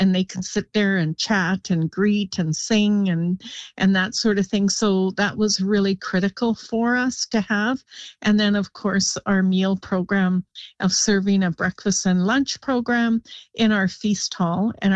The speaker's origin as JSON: {"language": "English", "town": "Gitwangak", "region": "British Columbia", "country": "Canada", "said": "I'm from the north. I'm from Gitwanga."}